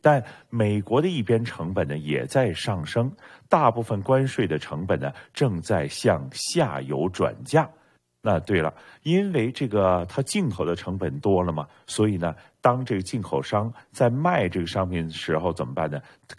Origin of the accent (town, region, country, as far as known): Canada